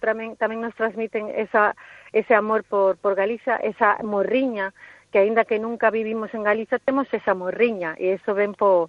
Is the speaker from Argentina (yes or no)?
no; Brussels, Belgium; born or raised there